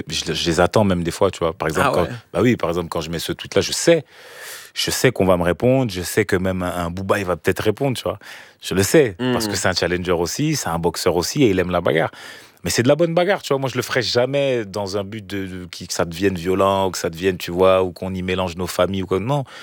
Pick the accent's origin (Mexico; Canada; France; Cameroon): Cameroon